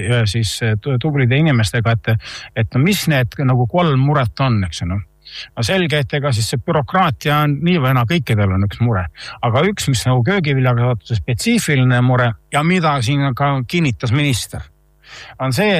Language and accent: Estonian; Võru County, Estonia; mina olen Naviküla inimene Võrumaalt. Ja Naviküla ja meie kant on väga suur selline köögivilja kasvatamise kant.